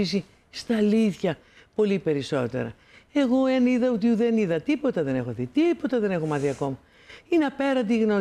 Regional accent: Greece; Εγώ δεν αγαπάω την πατρίδα μου.

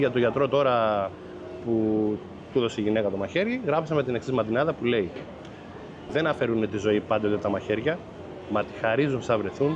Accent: Chania, Crete, Greece; born there; Εδώ, Χανιά.

